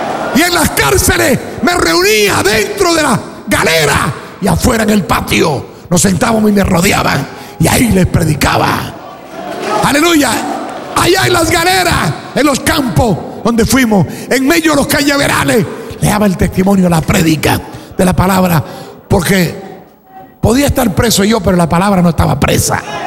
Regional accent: Cuba; en mi país, en Cuba

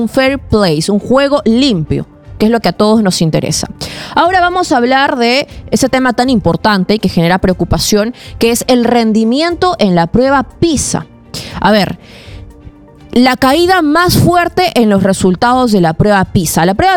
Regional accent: Peru; a nosotros como peruanos nos importa que nuestro país sea grande.

